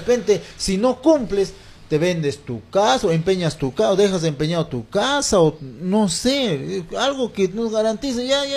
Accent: Peru; also born or lived in Jauja; yo no soy neto de acá, no, pero yo soy residente de Jauja, pero he crecido aquí desde la edad de 4 años, 1978, y llegado yo en donde era selva, allá en mi centro poblado, Unión Autique.

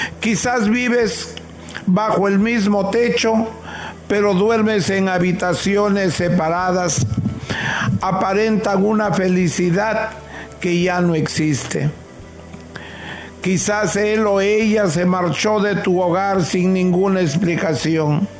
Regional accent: Salalá, Piura, Peru; Cuando vayas algún día a Huancabamba, pregunta dónde queda Salalá. Cuando vayas a mi pueblo, un pueblo muy, muy humilde, pero con grandes conocimientos

